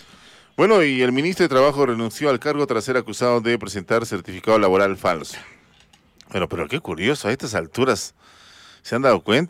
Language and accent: Spanish; Peru; Esto solo pasa en nuestro país.